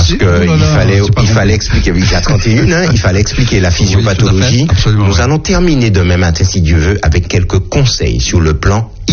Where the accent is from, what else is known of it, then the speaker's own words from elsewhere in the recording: Martinique; c'est la maladie numéro 1 chez nous en Martinique.